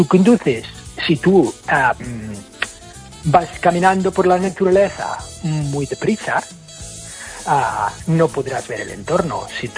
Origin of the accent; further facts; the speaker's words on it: Ireland; Spanish is a second language; Yo soy irlandés y te prometo que cuando hablo en inglés hablo bastante más rápido que cuando hablo en español, porque obviamente mi español no es, no es tan fluido como mi inglés.